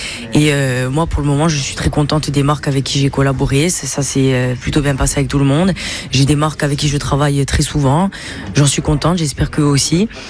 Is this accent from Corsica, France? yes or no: yes; Corsica, France; Je viens de Chintour